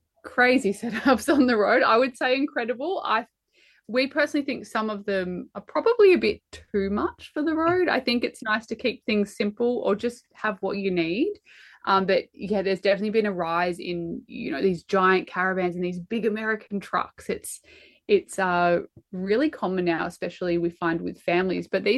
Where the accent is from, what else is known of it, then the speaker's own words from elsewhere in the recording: Melbourne, Victoria, Australia; I grew up in Melbourne, so for me to go from the city to the desert, I find it absolutely fascinating.